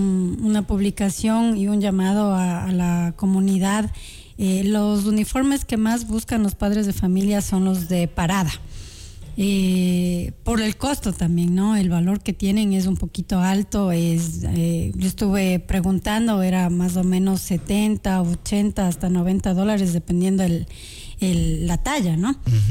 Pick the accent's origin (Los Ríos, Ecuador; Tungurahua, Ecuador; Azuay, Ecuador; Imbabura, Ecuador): Tungurahua, Ecuador; Ambato; born there; yo en mis tiempos de colegio, yo estudié en Ambato